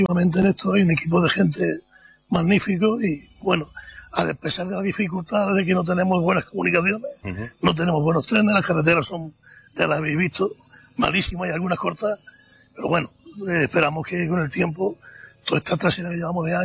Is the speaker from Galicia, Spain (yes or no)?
no; Jaén, Andalusia, Spain; apoyar el desarrollo de nuestra tierra de Jaén